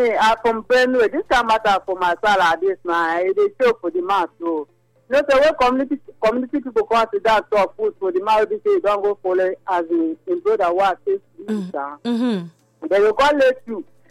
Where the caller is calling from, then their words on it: Nigeria; I am calling from GRA.